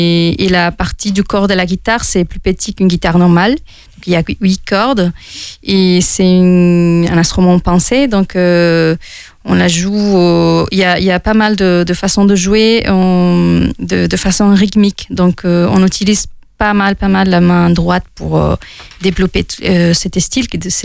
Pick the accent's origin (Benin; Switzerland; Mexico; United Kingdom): Mexico; Veracruz; French is a second language; now in France; Et oui, je suis mexicaine de Veracruz. Et je suis chanteuse et musicienne depuis mes 15 ans. Et je suis là en France depuis 4 ans et demi.